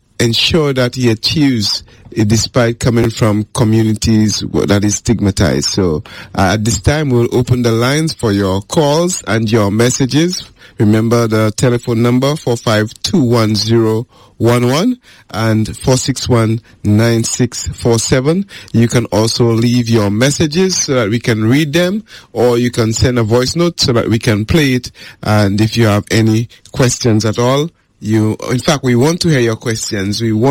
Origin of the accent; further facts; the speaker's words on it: St. Lucia; I'm from Mac